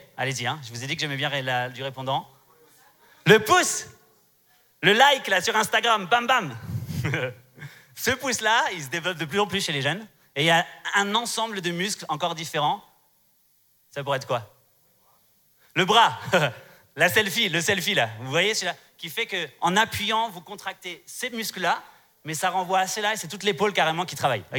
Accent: Strasbourg, Grand Est, France; Je viens de Strasbourg, je vous l'ai dit hier

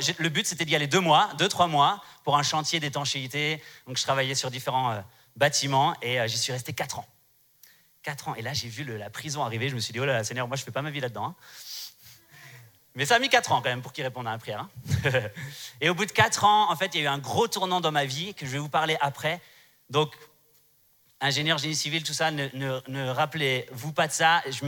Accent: Strasbourg, Grand Est, France

